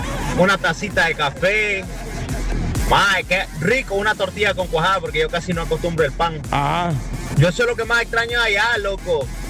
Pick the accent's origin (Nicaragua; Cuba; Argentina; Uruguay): Nicaragua; San Rafael del Norte, Jinotega; Yo soy de Jinotega, más de San Rafael del Norte. Yo extraño esos amaneceres, loco, neblinosos